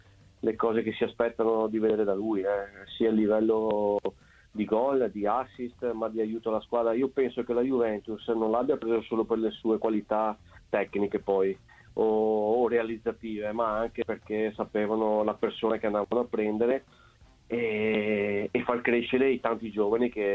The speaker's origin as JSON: {"language": "Italian", "town": "Venice", "region": "Veneto", "country": "Italy", "said": "lo dico da veneziano, visto che sono di queste parti qui."}